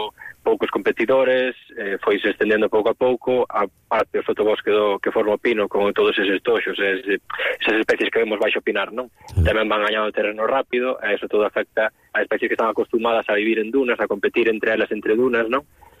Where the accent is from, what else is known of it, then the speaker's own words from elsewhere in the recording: Camariñas, Galicia, Spain; son de Camariñas, sempre tuve un enlace moi forte ca propia planta, no? Ca especie, ca cultura da zona e tal.